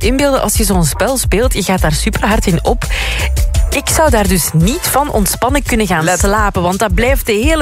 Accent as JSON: {"language": "Dutch", "country": "Belgium", "said": "omdat als Belg gamen we blijkbaar gemiddeld zo'n 9 uur per dag."}